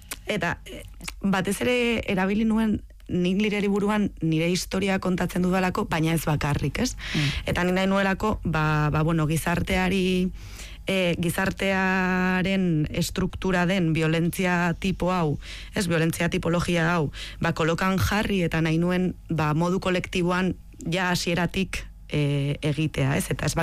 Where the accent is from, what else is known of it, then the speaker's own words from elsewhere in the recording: Lodosa, Navarre, Spain; Nafarroako bertako bizimoduak, adibidez nire Lodosakoa naiz